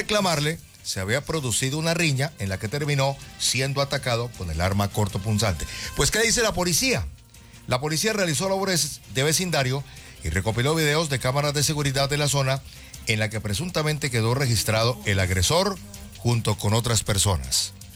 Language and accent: Spanish; Santander, Colombia